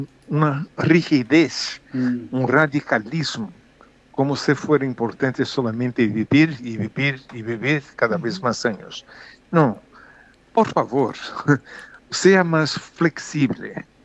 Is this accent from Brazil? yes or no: yes; Brazil; en mi país, en Brasil